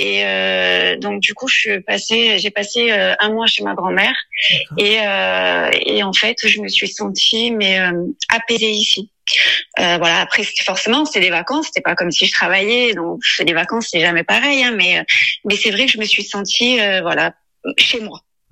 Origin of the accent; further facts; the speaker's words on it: Marseille, Provence-Alpes-Côte d'Azur, France; now in Corsica, France; Voilà, donc je suis arrivée en Corse en 2004. Parce que je suis de Marseille de base, mais mes racines sont corses